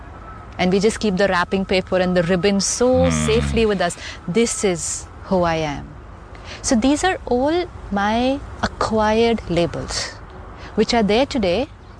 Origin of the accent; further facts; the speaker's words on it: India; I forget that I'm living in India. But I will say, I am an Indian.